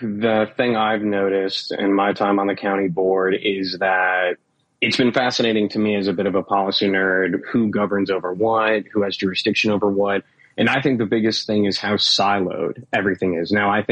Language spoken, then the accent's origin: English; Oswego, Illinois, United States; I grew up in Oswego, yeah.